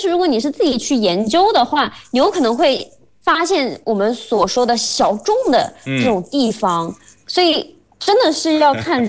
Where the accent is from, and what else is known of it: Mexico